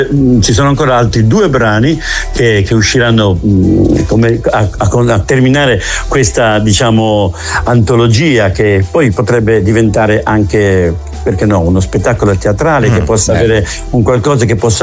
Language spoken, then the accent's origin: Italian; Genoa, Liguria, Italy; sia io da genovese